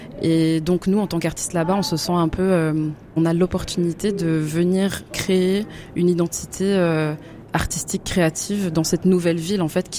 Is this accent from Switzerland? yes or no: yes; Switzerland; je suis pas originaire de Suisse, je suis belge et congolaise de sang, mais j'ai grandi en Suisse toute ma vie.